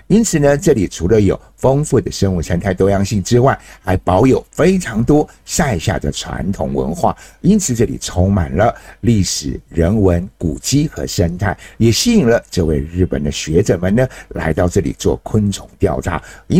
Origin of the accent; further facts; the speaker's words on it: Miaoli County, Taiwan; 来到了我老家。我老家最有名的就是嘉里山，